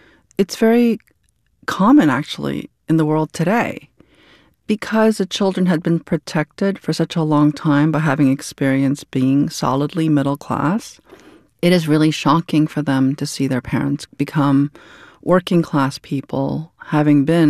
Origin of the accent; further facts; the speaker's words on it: New York City, New York, United States; when I was in high school, I went to the Bronx High School of Science in New York, which is a specialized high school.